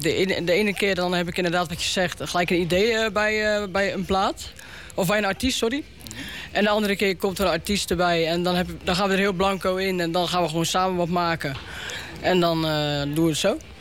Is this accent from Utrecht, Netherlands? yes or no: no; Zwijndrecht, South Holland, Netherlands; Ik ben eigenlijk opgegroeid in Zwijndrecht, in Zuid-Holland.